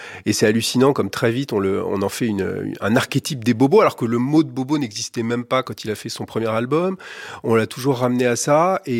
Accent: Lisieux, Normandy, France; Lui, il venait de Bernay, moi, je venais de Lisieux. Il avait eu son groupe de rock à Bernay, moi, j'avais eu le mien à Lisieux.

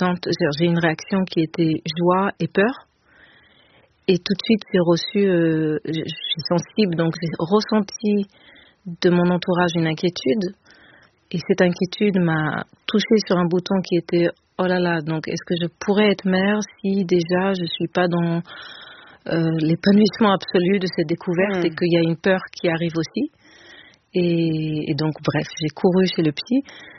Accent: Israel; moved away; j'ai été élevée en Israël et qu'il y a quelque chose de très direct dans cette langue-là aussi.

